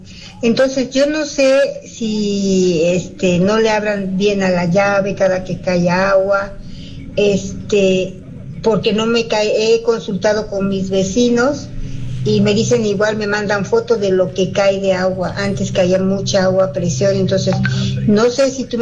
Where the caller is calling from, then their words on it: Puebla, Mexico; yo vivo en Rincón Arboledas, en Cerros 1